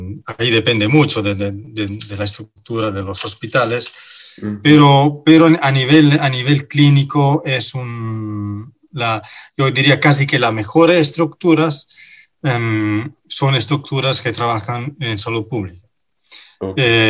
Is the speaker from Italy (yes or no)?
yes; Italy; Spanish is a second language; moved away as an adult; now in Chile